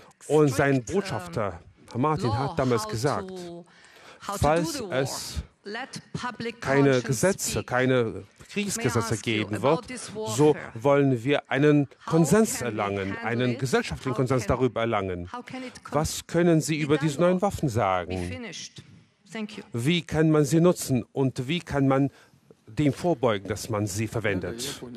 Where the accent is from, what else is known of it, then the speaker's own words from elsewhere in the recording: Lebanon; moved away as an adult; now in Russia; ich bin aus vom Süden gekommen. Vor zweieinhalb Jahren bin ich aus Libanon gekommen und ich freue mich sehr, dass ich jetzt in Russland leben und arbeiten kann.